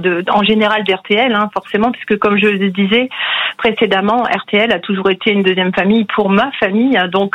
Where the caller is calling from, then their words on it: Aulnoye-Aymeries, Hauts-de-France, France; Je vous appelle de Haumont dans le 59.